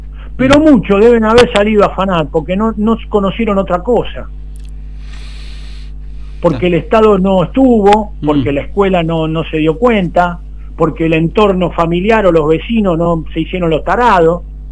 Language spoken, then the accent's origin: Spanish; Argentina